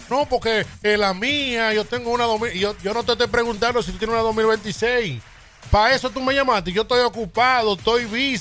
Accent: Puerto Rico; Es rocosal de mí, porque estoy hablando como boricua.

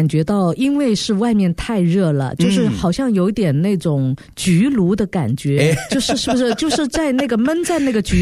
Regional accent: southern China, China; 我作为南方人

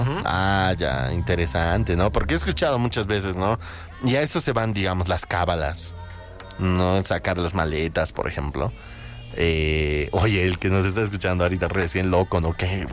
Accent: Bolivia; Somos bolivianos.

